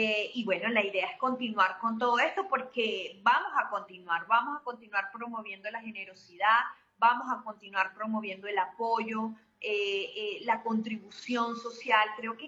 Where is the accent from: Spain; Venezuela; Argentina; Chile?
Venezuela; Y eso es lo que todos como venezolanos vamos a continuar haciendo, tengo fe en eso.